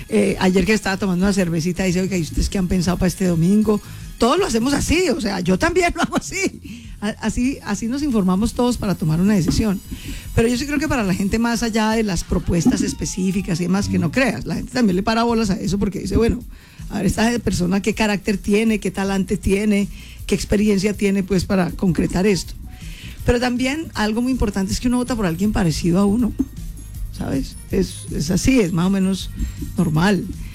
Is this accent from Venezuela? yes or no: no; Colombia; Leonardo y yo somos dos colombianos hechos a pulso, venimos de abajo